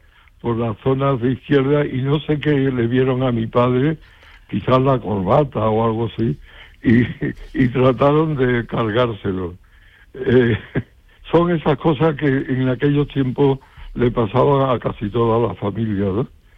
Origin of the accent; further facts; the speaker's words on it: Seville, Andalusia, Spain; also born or lived in Madrid; Hombre, yo me siento muy sevillano. A pesar de que casi toda mi vida he estado o en el extranjero o en Madrid, pero yo no me he soltado, no me he desunido de Sevilla.